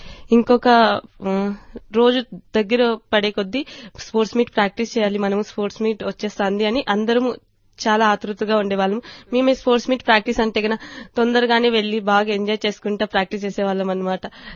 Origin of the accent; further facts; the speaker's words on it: Kadiri, Andhra Pradesh, India; moved away; నేను కదిరి నుంచి వచ్చాను.